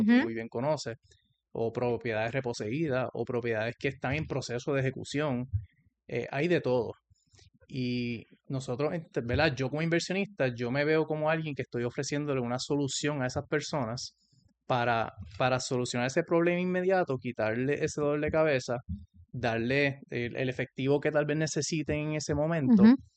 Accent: Puerto Rico; moved away as an adult; now in United States; soy de Calle, Puerto Rico, uh-huh. Nacido y criado. Estudié ahí hasta high school, después me fui al colegio de Mayagüez

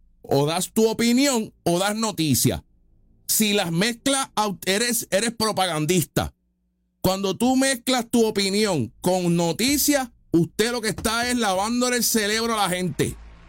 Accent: Puerto Rico; nosotros somos puertorriqueños, somos magas, somos conservadores

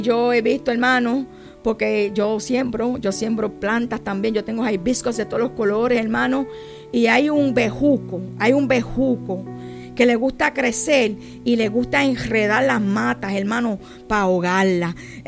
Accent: Grove Place, St. Croix, U.S. Virgin Islands; Grove Place no es el Grove Place de ahora. Cuando yo nací en Grove Place, eso era un monte, un pastizar, aleluya, un montón de frutos en la joya, lo que nosotros llamamos la joya

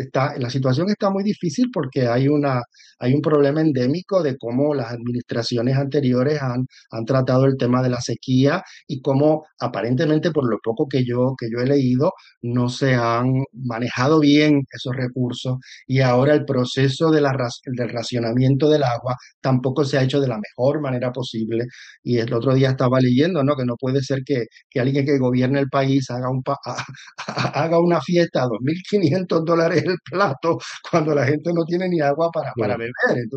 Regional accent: Puerto Rico; now in Ohio, United States; Una de las cosas que yo quiero rescatar en ese proyecto de la historia de … es la historia de la niñez en Puerto Rico, porque yo fui un niño nacido fuera del matrimonio, entonces fui dado en adopción y pasé de la barriada al caserío a la urbanización.

